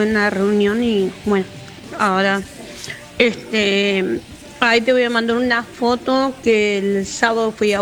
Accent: Buenos Aires, Argentina

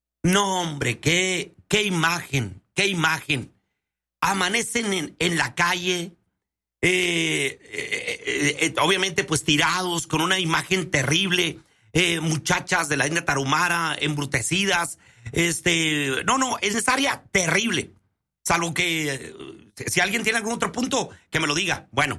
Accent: Camargo, Chihuahua, Mexico; born there; los que nacimos en Camargo

